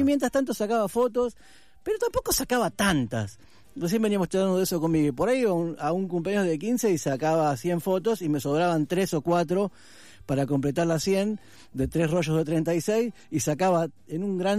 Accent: San Justo, Buenos Aires Province, Argentina; Yo soy del oeste, de San Justo, y San Justo, Ramos Mejía, Aedo, Morón, todos los cines de barrio los viernes a la noche tenían espectáculos de música donde podías ver todo tipo de artistas, y era muy interesante porque además yo vivía a dos cuadras del Cine Cere

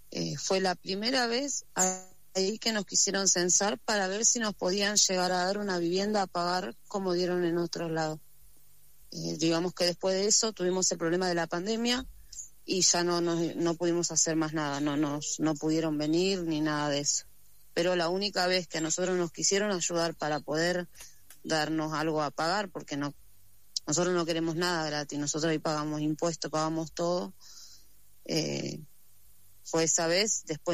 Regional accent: Corrientes, Argentina; born there; tengo 36 años y yo nací en Corrientes y mi mamá directamente vino para acá.

